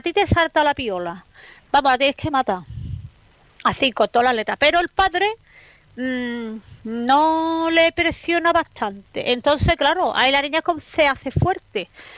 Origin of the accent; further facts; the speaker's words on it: Alcalá, Spain; yo como soy de Alcalá, digo, pues si tienes gente donde tú te puedas ir, pues te vas tú.